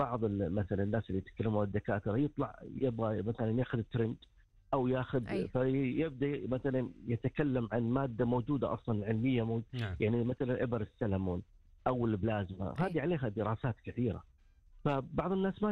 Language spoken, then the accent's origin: Arabic; Saudi Arabia